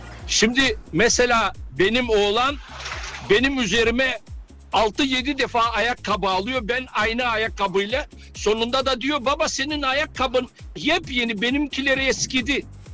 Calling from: Krefeld, North Rhine-Westphalia, Germany; Günaydın Hakan Bey … Krefeld'ten arıyorum.

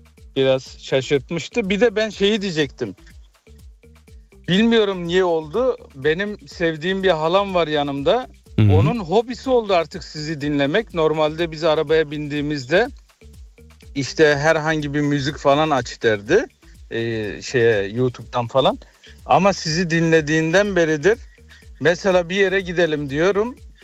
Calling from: Berlin, Germany; Berlin'den.

